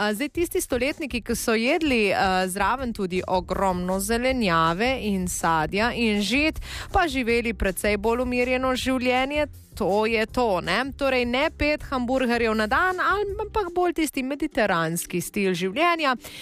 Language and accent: Slovenian; Slovenian Littoral, Slovenia; smo Primorci